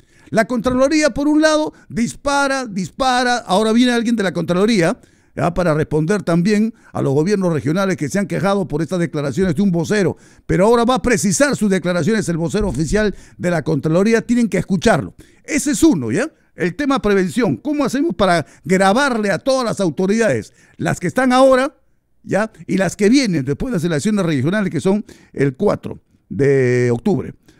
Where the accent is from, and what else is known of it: Peru